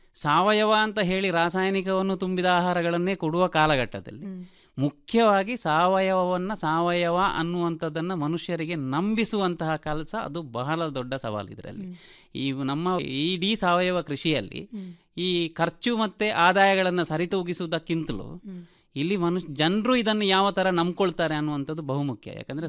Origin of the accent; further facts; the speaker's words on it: Kallur, Kasaragod district, Kerala, India; ನಾನು ಮೂಲತಃ ಕಾಸರಗೋಡು ಜಿಲ್ಲೆಯ ಮಂಜೇಶ್ವರ ತಾಲೂಕಿನ ವರ್ಕಾಡಿ ಗ್ರಾಮದ ಕಲ್ಲೂರು ಎಂಬ ಪ್ರದೇಶದಲ್ಲಿ ಜನಿಸಿ ಬೆಳೆದವನು. ಕೇರಳದ ರಾಜ್ಯಕ್ಕೆ ಬರುವಂತಹ ಜಿಲ್ಲೆ ಅದು. ಹುಟ್ಟಿನಿಂದಲೂ ಕೂಡ ಕೃಷಿ ಕುಟುಂಬವೇ ನಮ್ಮದಾದ್ದರಿಂದ